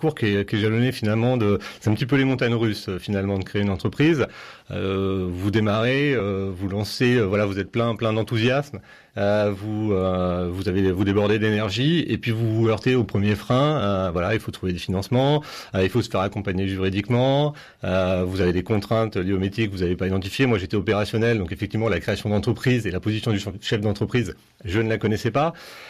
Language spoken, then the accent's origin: French; Angoulême, Nouvelle-Aquitaine, France; moved away as an adult; je suis un produit charentais à la base, donc né à Angoulême. J'ai grandi à Angoulême. J'ai fait une partie de mes études à Angoulême, puis après, je me suis un petit peu expatrié.